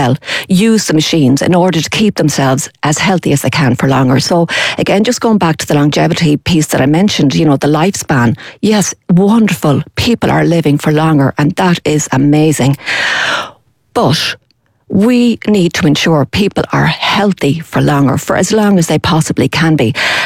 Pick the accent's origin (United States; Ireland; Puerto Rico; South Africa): Ireland; Achill Island, Connacht; now in Castlebar, Ireland